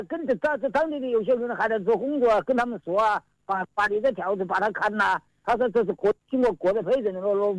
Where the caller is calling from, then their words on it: Xiantao, Hubei, China; 我是仙桃彭场的，彭场啊